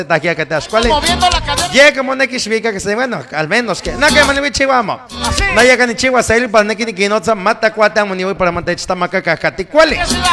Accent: Oxtomal, Hidalgo, Mexico; allá en Oxtomal, en mi pueblo querido, mi pueblo mágico

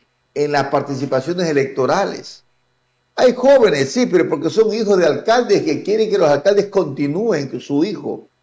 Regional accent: Ecuador

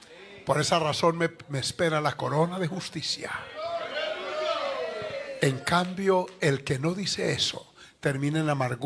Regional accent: Medellín, Antioquia, Colombia; que si tengo familia en Medellín, también tengo familia porque ese es mi origen.

